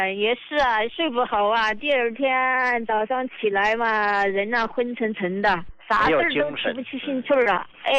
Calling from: Chongqing, China; 我是重庆这边的患者。

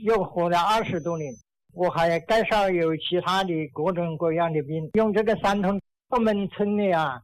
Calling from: Xiaogan, Hubei, China; 我是孝感市开发区。

